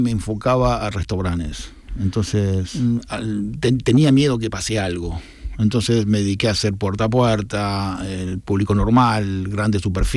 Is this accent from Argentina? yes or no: yes; Argentina; now in Torremolinos, Spain; Pues yo soy argentino